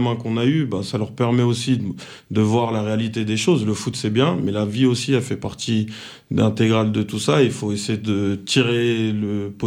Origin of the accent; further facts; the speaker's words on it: Garges-lès-Gonesse, Île-de-France, France; moi, là-bas, je suis originaire de Garges-lès-Gonesse, c'est la ville limitrophe de Sarcelles.